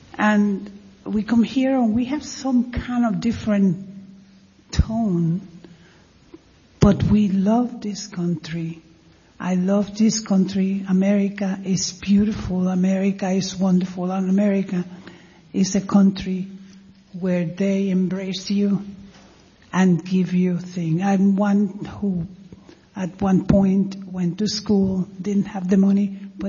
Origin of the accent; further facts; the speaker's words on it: Puerto Rico; Well, I'm Puerto Rican and I'm very proud of my country and I'm very, very, very happy to be in this beautiful country